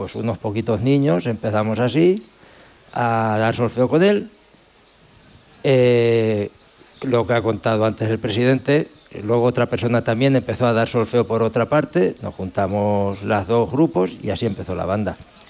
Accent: Fuente el Fresno, Castilla-La Mancha, Spain; also born or lived in Madrid; nací en Madrid, me vine de pequeñito aquí y yo Fuente del Fresno no lo cambio por nada.

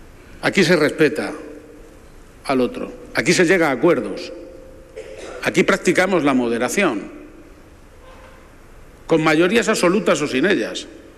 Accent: Spain; Ese optimismo es un optimismo que tengo como español

